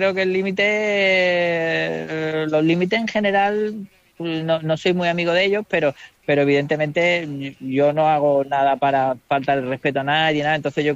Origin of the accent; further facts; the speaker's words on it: Málaga, Andalusia, Spain; also born or lived in Canary Islands; Sí, yo nací en Canarias por motivos laborales de mi familia, pero vamos, mi familia es de Málaga, mi ascendencia son de Málaga, de un pueblo que se llama Pizarra, de allí de Málaga, uh-huh. Y me he criado en Málaga ciudad, sí.